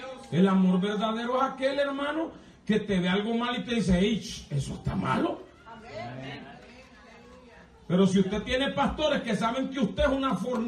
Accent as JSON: {"language": "Spanish", "country": "Honduras", "also_born_or_lived": "Los Angeles, California", "moved": "as an adult", "lives_now": "United States", "said": "Cuando yo estaba en mi país, Honduras"}